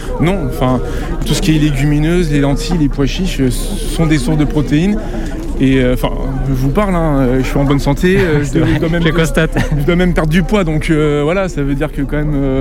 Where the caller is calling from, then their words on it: Coulounieix-Chamiers, Nouvelle-Aquitaine, France; J'habite à Coulonnes-Chamier